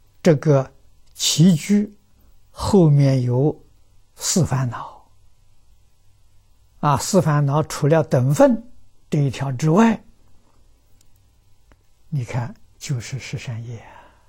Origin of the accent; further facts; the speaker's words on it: China; 我们中国人用这个字用的很多啊，现在梅雨季节雨下的太多了，叫淫雨啊